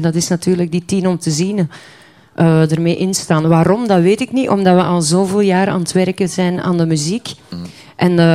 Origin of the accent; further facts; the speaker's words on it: Flanders, Belgium; now in Heel; Ik ben West-Vlaamse, ja.